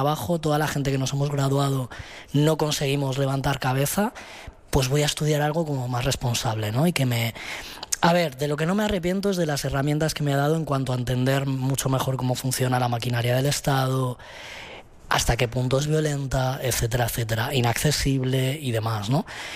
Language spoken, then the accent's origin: Spanish; Rivas-Vaciamadrid, Community of Madrid, Spain; now in Madrid, Spain; yo he crecido en Covibar, en Rivas. Pero mi padre es de Canillejas y mi madre de San Blas y Mancas, por ahí. García Noblejas, esa zona. Y es donde yo vivo ahora, de hecho.